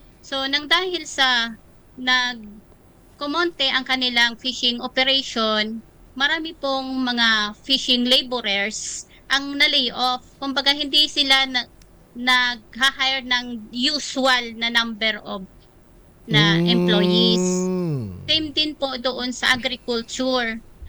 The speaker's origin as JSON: {"language": "Tagalog", "town": "Guinobatan", "region": "Bicol Region", "country": "Philippines", "lives_now": "Ligao, Philippines", "said": "Dito po kami sa Ligao City. Pero originally from Ginubatan, Albay."}